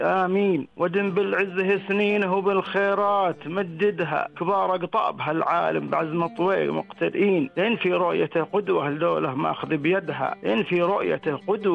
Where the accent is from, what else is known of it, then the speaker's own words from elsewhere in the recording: Saudi Arabia; عندنا في المملكة